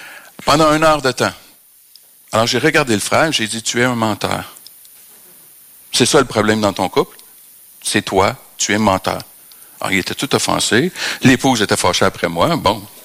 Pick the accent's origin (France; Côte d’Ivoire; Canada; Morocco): Canada; je suis Canadien